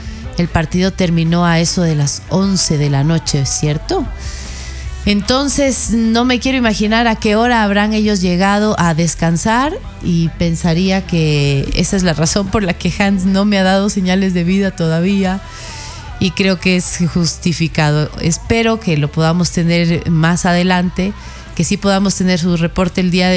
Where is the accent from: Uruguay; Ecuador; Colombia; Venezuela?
Ecuador